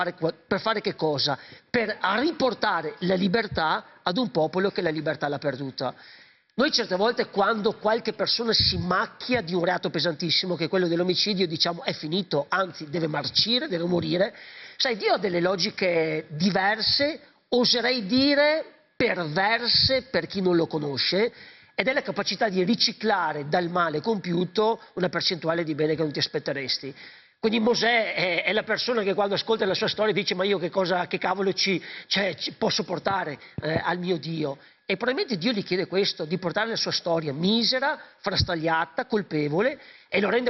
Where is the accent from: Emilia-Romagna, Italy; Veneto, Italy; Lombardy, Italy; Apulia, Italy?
Veneto, Italy; noi siamo veneti, abbiamo bisogno della concretezza